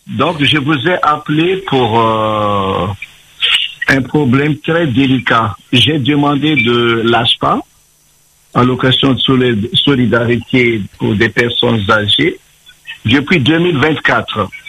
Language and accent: French; France; Voilà, oui, je suis français.